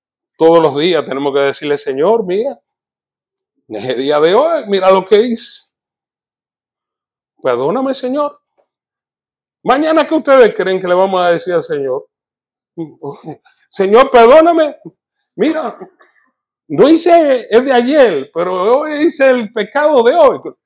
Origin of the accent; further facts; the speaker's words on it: Dominican Republic; En mi país, en la República Dominicana